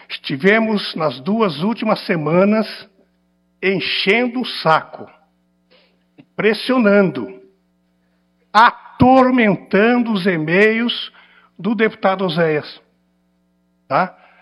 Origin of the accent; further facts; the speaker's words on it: São Paulo, Brazil; nós somos da região do Alto Noroeste, Araçatuba, São José do Rio Preto